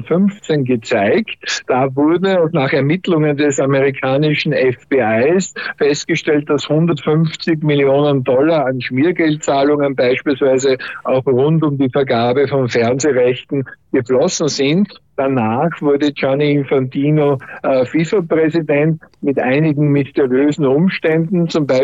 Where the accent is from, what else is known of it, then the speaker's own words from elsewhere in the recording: Austria; für mich als Österreicher